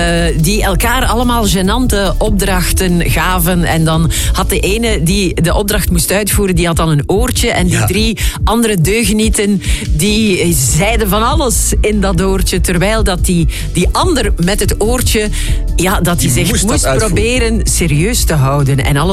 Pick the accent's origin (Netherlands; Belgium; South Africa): Belgium; Flanders; dat wij Vlamingen echt wel heel braaf zijn